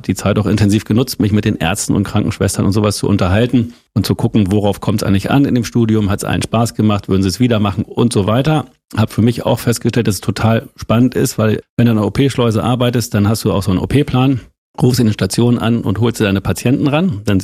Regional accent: Holthusen, Lower Saxony, Germany; also unser Bauernhof, auf dem wir aufgewachsen sind oder ich aufgewachsen bin in Holthusen 1, Lüneburger Heide, das ist so ein typischer Bauernhof gewesen

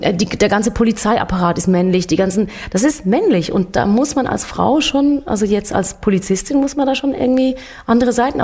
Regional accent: Switzerland; ist auch bei uns in der Schweiz jetzt gerade, blase ich mich gerne mal auf, weil wir Schweizer sind ja sonst so bescheiden und sagen immer, ja.

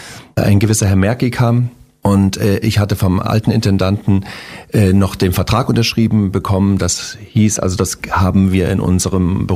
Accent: Zwickau, Saxony, Germany; also born or lived in Dresden; Also in Dresden geboren und in Zwickau groß geworden

